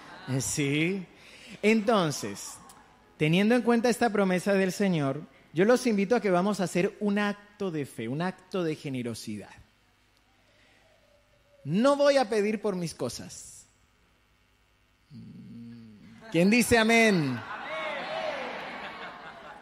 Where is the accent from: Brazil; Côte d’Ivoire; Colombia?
Colombia; Aquí no, pero en Colombia, bien que yo soy colombiana.